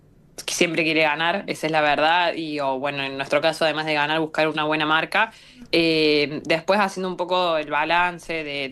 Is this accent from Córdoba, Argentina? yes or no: yes; Río Cuarto, Córdoba, Argentina; yo soy de Río Cuarto, de Córdoba